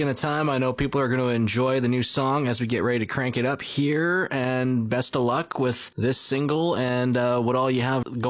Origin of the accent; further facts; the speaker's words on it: Brampton, Ontario, Canada; But so when I would tell people I'm from Brampton, they kept thinking I was saying Brandon, like Brandon, Manitoba.